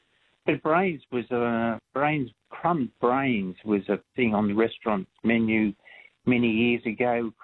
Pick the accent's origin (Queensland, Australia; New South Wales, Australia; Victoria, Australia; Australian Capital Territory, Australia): New South Wales, Australia; Blayney; now in Huskisson, Australia; I grew up in Blaney in the meatworks and become a meat inspector, and I was in the meat industry for 20 years. But as a child, I'm 78, and as a child in Blaney